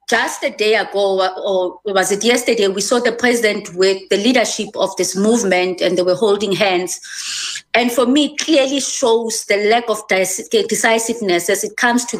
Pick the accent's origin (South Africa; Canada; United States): South Africa; Soweto, Gauteng; I grew up in Soweto, and I grew up in an area where Inkatha Freedom Party was mutilating and killing our people.